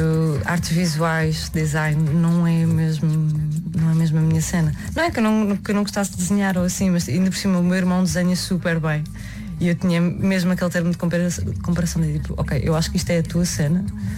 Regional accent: Caldas da Rainha, Centro, Portugal; moved away as an adult; also born or lived in Lisbon; sou alfacinha de nascença, tipo, eu só vim nascer cá. Não tenho mesmo... Então, eu cresci nas Caldas até aos 18 anos.

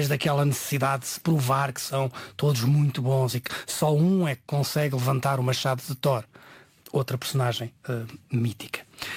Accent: Portugal; Nos portugueses nós estamos muito habituados a ler as legendas

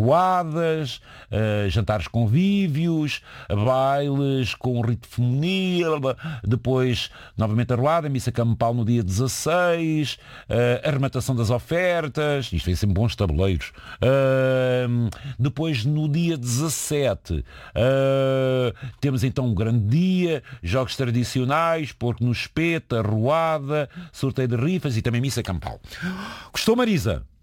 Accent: Murça, Norte, Portugal; até que enfim, hoje vou ver a minha terra natal, que é a famosa Porca de Mursa. Não, você vai ver, é Mursa.

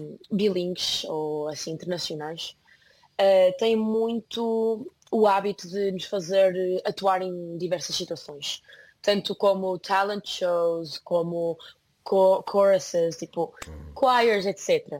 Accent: Porto, Norte, Portugal; accent: northern (Porto); also born or lived in Coimbra; now in New York, United States; meus pais são de Coimbra, nasceram e cresceram em Coimbra, e a minha mãe fez-me questão de ter-me a mim e ao meu irmão lá, mas sempre crescemos no Porto e sempre vivemos lá.

